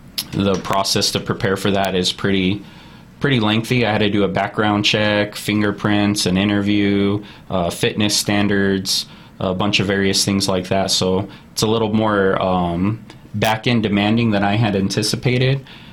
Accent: Las Cruces, New Mexico, United States; moved away as an adult; now in Farmington, United States; You know, I am from Dona Ana County, which is the Las Cruces area, pretty much born and raised there. And, you know, moving from there to here, the outdoor activities here is just great.

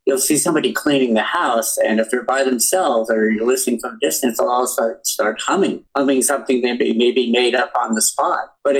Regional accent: East Coast, United States; born there; moved away as an adult; I was born on the East Coast, but moved out here 50 years ago.

